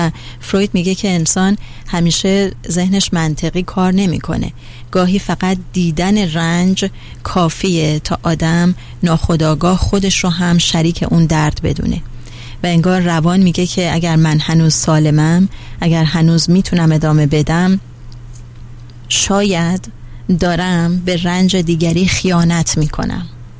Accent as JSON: {"language": "Persian", "country": "Iran", "moved": "yes", "said": "وقتی ما توی خارج از ایران هستیم"}